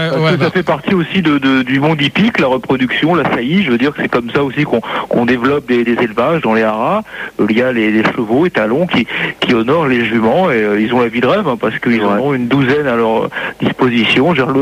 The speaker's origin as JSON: {"language": "French", "country": "Algeria", "said": "moi j'y suis déjà allé dans un centre épique pour monter des dromadaires dans mon pays que je viens d'Algérie."}